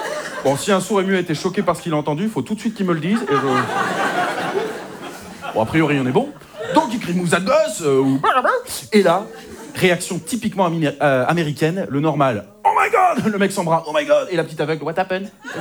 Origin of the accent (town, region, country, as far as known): Hauts-de-France, France